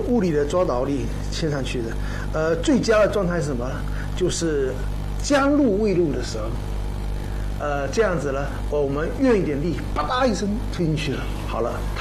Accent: Fuzhou, Fujian, China; 我们福州话叫做骑马钉

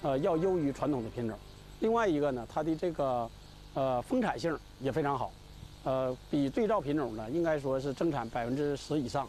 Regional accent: Huludao, Liaoning, China; 我们葫芦岛市

